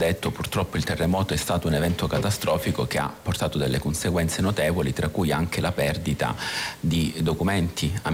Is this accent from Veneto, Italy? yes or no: no; Calabria, Italy; now in Amatrice, Italy; Sono calabrese.